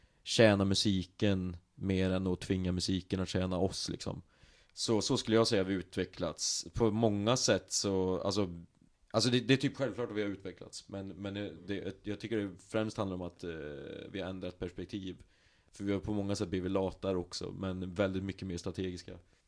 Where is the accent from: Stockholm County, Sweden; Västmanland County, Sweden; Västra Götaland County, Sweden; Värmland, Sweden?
Värmland, Sweden; Arvika; det är mycket på grund av att vi kommer från Arvika liksom